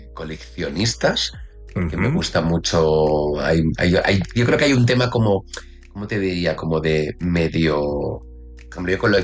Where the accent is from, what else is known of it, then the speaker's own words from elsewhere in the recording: Barcelona, Catalonia, Spain; yo soy de Barcelona